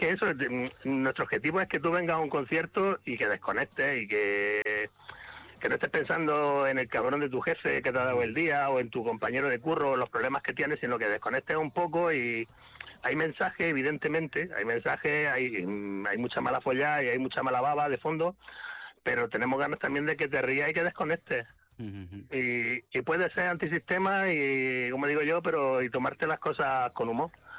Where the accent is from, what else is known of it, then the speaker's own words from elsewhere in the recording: Granada, Andalusia, Spain; now in Almería, Spain; A ver, sí, yo vivo en Almería, uh-huh, pero yo soy de Granada también.